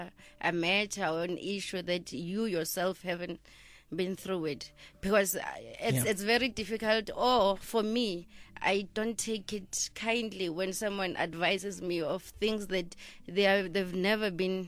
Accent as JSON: {"language": "English", "town": "Frankfort", "region": "Free State", "country": "South Africa", "tie": "born or raised there", "said": "A lot of people who are from Frankfurt, majority of us are talented."}